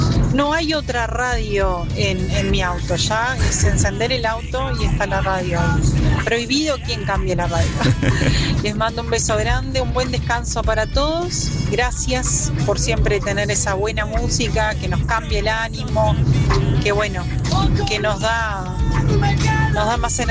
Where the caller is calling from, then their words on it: Montevideo, Uruguay; por acá, camino a casa, también desde Montevideo.